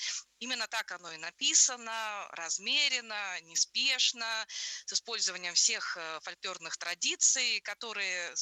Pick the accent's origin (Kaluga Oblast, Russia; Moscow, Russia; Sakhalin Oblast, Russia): Kaluga Oblast, Russia; я же из Калужской области, для меня город Калуга очень родной